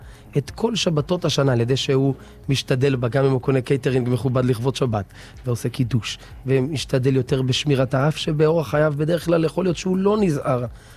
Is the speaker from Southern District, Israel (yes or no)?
yes; Beersheba, Southern District, Israel; אני יליד מערב שבע, 32 שנה בשכונה, הורים שלי 34, דור שלישי